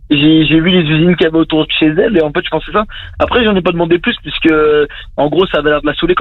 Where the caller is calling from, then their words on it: Île-de-France, France; Bah moi j'ai 21 ans, du coup je suis à Metz dans le 91, à côté des Temples.